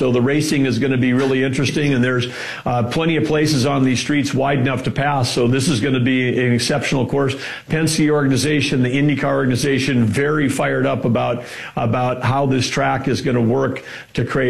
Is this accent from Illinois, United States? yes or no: no; North Dakota, United States; born or raised there